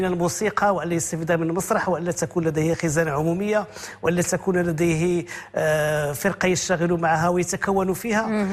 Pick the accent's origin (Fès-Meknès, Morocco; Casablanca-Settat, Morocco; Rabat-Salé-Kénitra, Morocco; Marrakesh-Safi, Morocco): Fès-Meknès, Morocco; Meknes; اخترت مكناس لأنها مدينتي